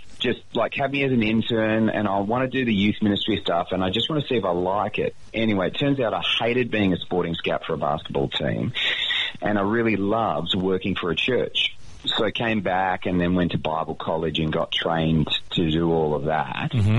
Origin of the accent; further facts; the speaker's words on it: Sydney, New South Wales, Australia; moved away as an adult; also born or lived in Malaysia; now in Phoenix, United States; I was born in Malaysia is the only cool part of the story. Raised in Sydney, went to a private school in Sydney, got married in Sydney, and then moved off to Phoenix, Arizona with my wife.